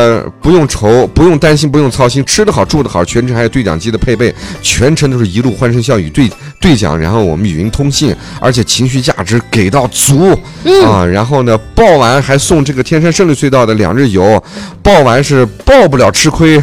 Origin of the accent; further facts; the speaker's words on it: Xinjiang, China; 咱们新疆人